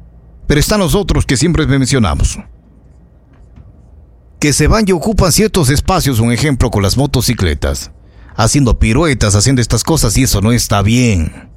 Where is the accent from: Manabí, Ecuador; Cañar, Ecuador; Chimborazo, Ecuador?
Cañar, Ecuador; Azogues; los azogueños no estamos haciendo